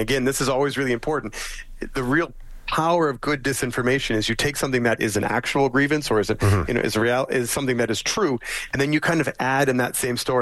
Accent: Saskatchewan, Canada; I'm from Saskatchewan, I understand. I'm based in Saskatchewan.

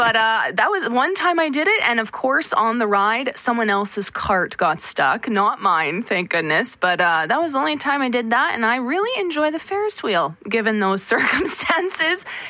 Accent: Dryden, Ontario, Canada; growing up in Dryden

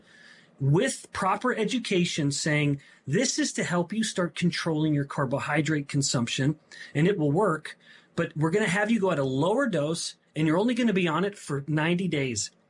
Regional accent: Canada; I was amused, of course, as a Canadian boy to be invited to have such influence on U.S. politics and strategy.

